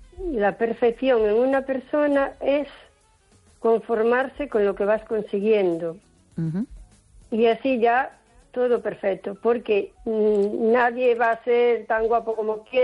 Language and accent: Spanish; O Carballiño, Galicia, Spain; la de Carballiño.